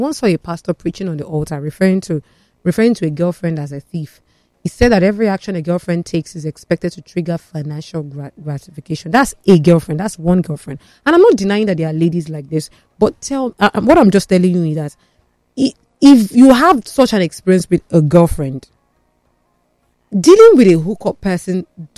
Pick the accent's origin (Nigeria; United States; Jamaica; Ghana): Nigeria; me as a Nigerian woman